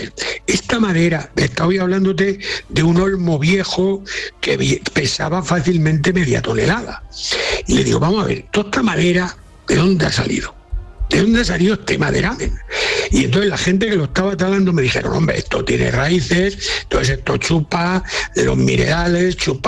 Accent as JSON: {"language": "Spanish", "region": "Castile", "country": "Spain", "tie": "born or raised there", "said": "En mi pueblo, por ejemplo, castellano"}